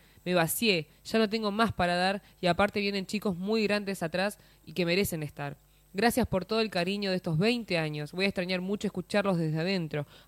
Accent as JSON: {"language": "Spanish", "country": "Argentina", "said": "el que nos llevó a tener nuestra tercera copa como argentinos"}